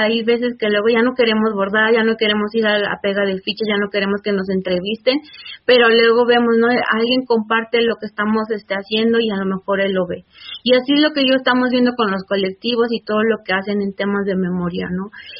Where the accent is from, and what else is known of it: Ecatepec, State of Mexico, Mexico